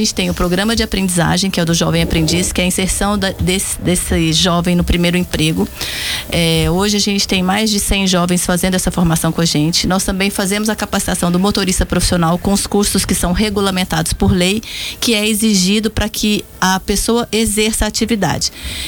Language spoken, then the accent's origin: Portuguese; Anápolis, Goiás, Brazil; eu sou filha da cidade, sou natural de Anápolis, né?